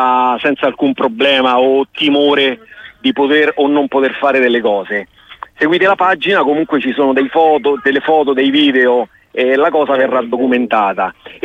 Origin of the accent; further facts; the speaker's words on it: Genazzano, Lazio, Italy; sono legato al mio paesino, quindi non lo voglio lasciare